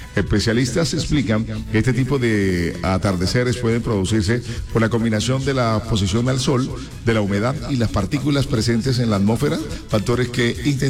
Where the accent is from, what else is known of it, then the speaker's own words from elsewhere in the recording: Colombia; No, yo soy colombiano